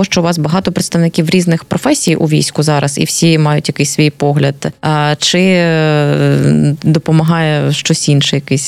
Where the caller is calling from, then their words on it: Kharkiv, Kharkiv Oblast, Ukraine; як росіяни там атакують Харків. Але оскільки я живу на околиці, я знаю, бо я чую, що дуже багато шахедів не долітає